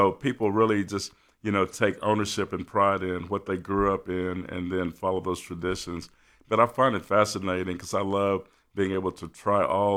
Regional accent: Texas, United States; I'm from Texas.

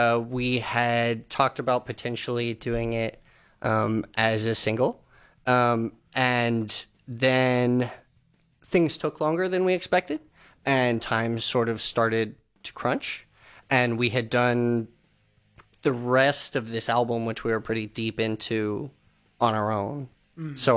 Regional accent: Amarillo, Texas, United States; I grew up in Amarillo, personally, and so, I feel like a lot of people in small towns in Texas, if you want to get out and do something in the art scene, Austin is kind of the logical location.

